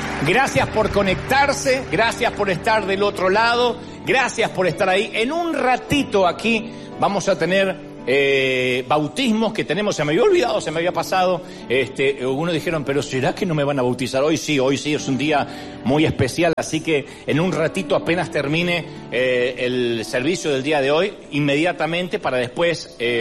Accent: Argentina; Argentina, mi país

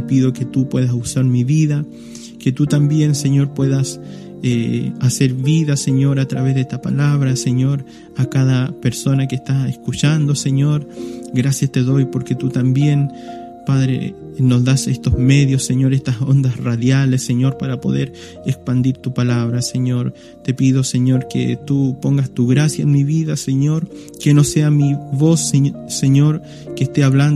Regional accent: Dalcahue, Los Lagos, Chile; now in Valdivia, Chile; pertenecí y me crié mucho tiempo en la Iglesia del Señor, la cual ganó por su sangre, en Dalcahue. Dalcahue es un pueblito que está en la isla de Chiloé. Un pueblito muy lindo, muy hermoso.

